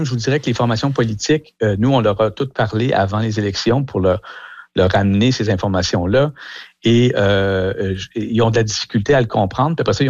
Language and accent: French; Canada; chez nous au Canada